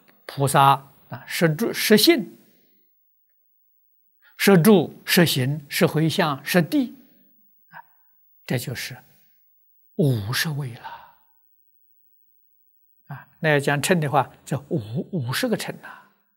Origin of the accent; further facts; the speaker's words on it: Nanjing, Jiangsu, China; born there; 我小时候在南京念书，上学常常坐马车。